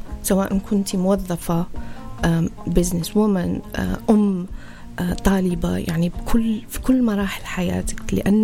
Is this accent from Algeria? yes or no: yes; Algeria; Arabic is a second language; moved away as an adult; now in United Kingdom; أول مرة كانت لما وصلت على بريطانيا كطالبة، وهذا تقريبا من 20 سنة. فأنا جيت من الجزائر وكانت لغتي الفرنسية، عندي طبعا عربية وفرنسية، لكن الإنجليزية ما كانت كتير قوية.